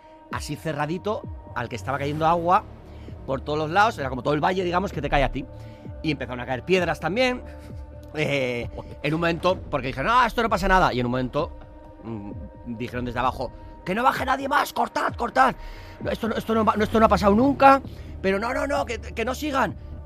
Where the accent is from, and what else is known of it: San Sebastián, Basque Country, Spain